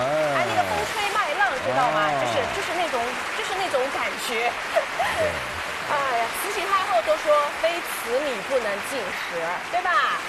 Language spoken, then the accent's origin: Chinese; Shanghai, China; 我们上海人很爱吃香肠菜饭的